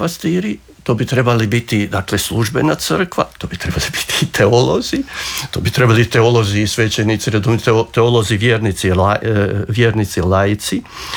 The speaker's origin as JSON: {"language": "Croatian", "country": "Croatia"}